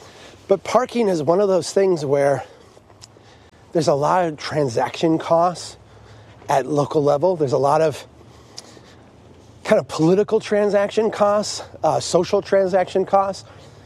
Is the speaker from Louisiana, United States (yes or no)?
no; Brainerd, Minnesota, United States; with Strong Towns. Nice to see you today. It's a February in Minnesota in my hometown of Brainerd.